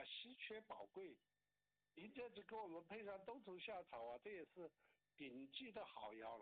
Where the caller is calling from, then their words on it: Sichuan, China; 哎，我就是四川这边的。